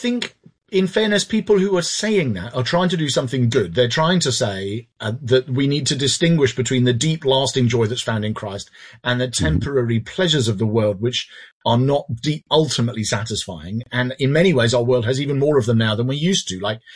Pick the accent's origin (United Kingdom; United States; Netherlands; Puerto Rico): United Kingdom; England; Yeah, I'm English and very proud.